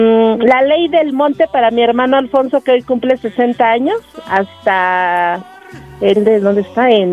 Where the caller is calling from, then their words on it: Mexico City, Mexico; de la Alcaldía Magdalena Contreras.